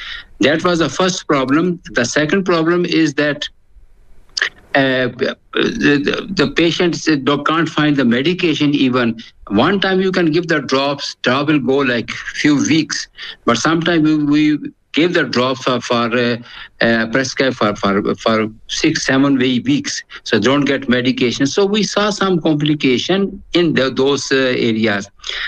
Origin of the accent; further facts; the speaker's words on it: Pakistan; because I'm from Pakistan, so we used to go travel to other areas